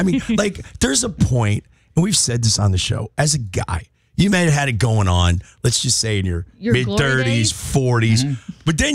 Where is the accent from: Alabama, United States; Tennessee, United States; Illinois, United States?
Tennessee, United States; I grew up in Tennessee.